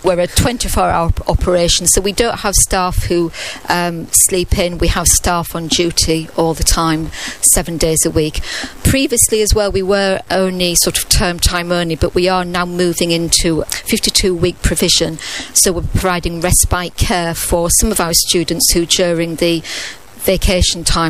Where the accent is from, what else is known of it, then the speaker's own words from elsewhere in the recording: Hull, Yorkshire and the Humber, United Kingdom; now in Cheltenham, United Kingdom; I think I've mentioned I come from Hull, and I've lived in Cheltenham for nearly 20 years, and I still have all my family in Hull